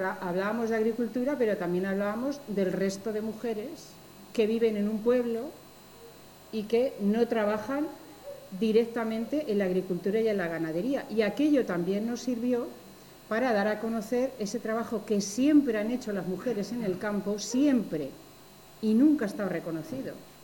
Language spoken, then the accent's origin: Spanish; Pozuelo de Calatrava, Castilla-La Mancha, Spain; Yo soy de Pozuelo de Calatrava